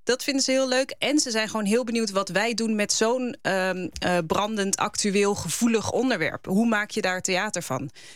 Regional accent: The Hague, South Holland, Netherlands; Ik kom zelf ook uit Moerwijk.

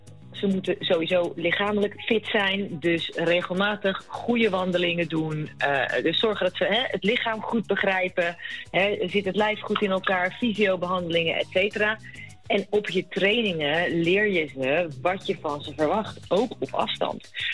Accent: Netherlands; Nou is het ook wel een beetje zo, wij zijn Nederlanders. Wij zijn van nature best een beetje luidruchtig en aanwezig.

